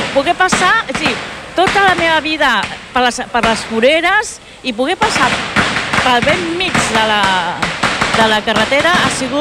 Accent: Esplugues de Llobregat, Catalonia, Spain; Sempre. Soc d'Esplugues.

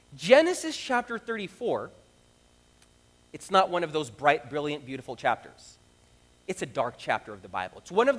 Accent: Brazil; moved away; You know, I'm from Brazil

